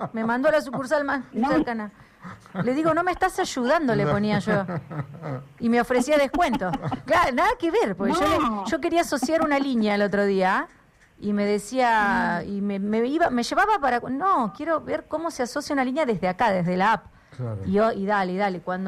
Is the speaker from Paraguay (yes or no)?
no; Esquel, Chubut, Argentina